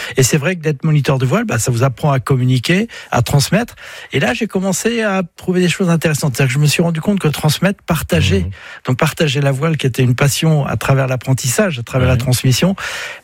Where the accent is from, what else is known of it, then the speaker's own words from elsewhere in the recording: Brittany, France; je suis breton et puis je le ressens profondément, donc voilà, de la vallée de la Rance, juste derrière Saint-Malo